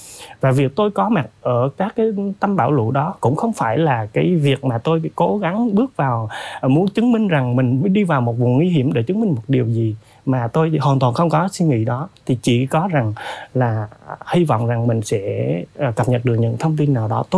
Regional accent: Hòa Thịnh, Đắk Lắk, Vietnam; như nhiều bà con ở vùng lũ Hòa Thịnh, phía đông Đắk Lắk quê tôi

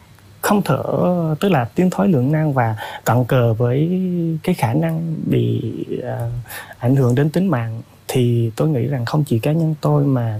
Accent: Hòa Thịnh, Đắk Lắk, Vietnam; born or raised there

